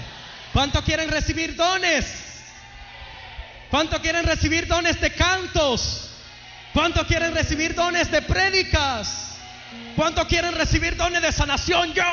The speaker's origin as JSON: {"language": "Spanish", "town": "Santo Domingo", "region": "Distrito Nacional", "country": "Dominican Republic", "said": "soy una persona de Santo Domingo"}